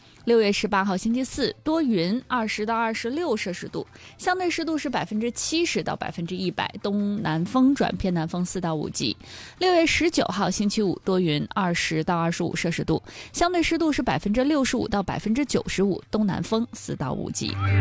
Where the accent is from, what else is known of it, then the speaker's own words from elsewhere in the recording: Dalian, Liaoning, China; 咱们大连人